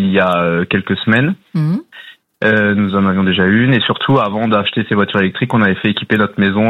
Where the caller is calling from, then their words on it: Bourgogne-Franche-Comté, France; je suis dans la région d'Auxerre.